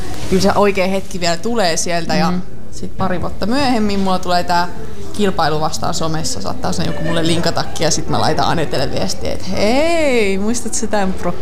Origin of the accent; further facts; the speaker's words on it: Ivalo, Lapland, Finland; Mä olin kotipuolessa täällä Ivalossa